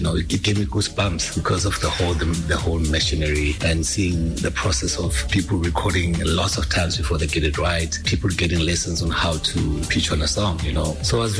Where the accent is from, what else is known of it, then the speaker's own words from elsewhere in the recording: Mpumalanga, South Africa; there's a town near my hometown called Witbank where guys like … used to be huge artists there.